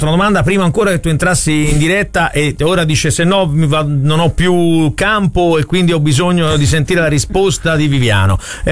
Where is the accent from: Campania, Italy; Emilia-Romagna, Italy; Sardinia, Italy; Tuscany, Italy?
Tuscany, Italy; Florence; siamo identitari in quanto fiorentini